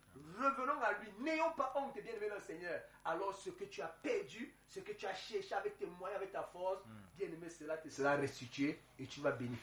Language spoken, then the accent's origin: French; Cameroon; je suis Camerounais